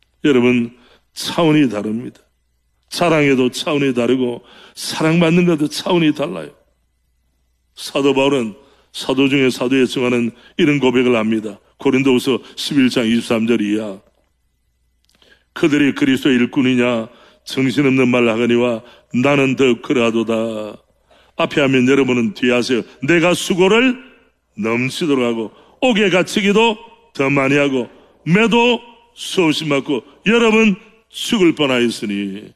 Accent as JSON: {"language": "Korean", "country": "South Korea"}